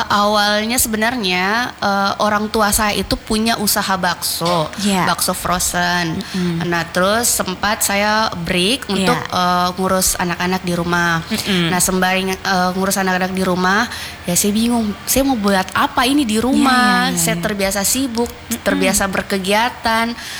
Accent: Sulawesi, Indonesia; sebenarnya saya orang Sulawesi asli. Sebenarnya orang Sulawesi. Bapak Bugis, Mama Makassar.

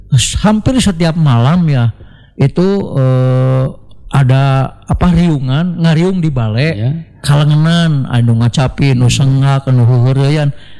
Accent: Sumedang, West Java, Indonesia; asli Tidarmaraja Sumedang, Boep ya. Kebetulan saya sudah berdinas selama 39 tahun, hampir 40 tahun mengajar di ISBI Bandung.

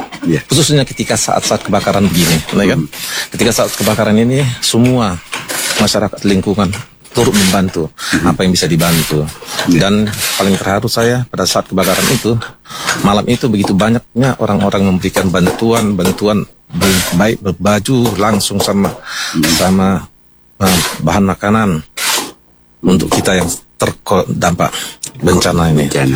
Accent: Lhokseumawe, Aceh, Indonesia; also born or lived in Medan; Karena selain saya lahir di Medan, di Tapanuli, tapi saya besar di Aceh ini, khususnya di Kota Lok Sumatera.

